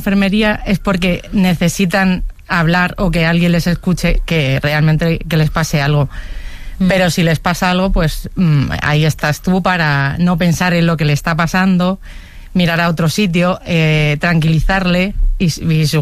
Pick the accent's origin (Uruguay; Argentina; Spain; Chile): Spain; Madrid, Community of Madrid; Y porque soy de Madrid.